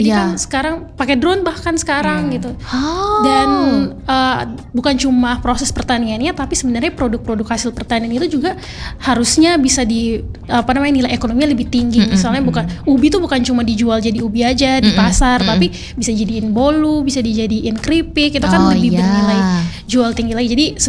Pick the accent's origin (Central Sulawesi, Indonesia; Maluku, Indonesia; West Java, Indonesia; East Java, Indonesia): Central Sulawesi, Indonesia; Kebetulan saya orang Kaili ya.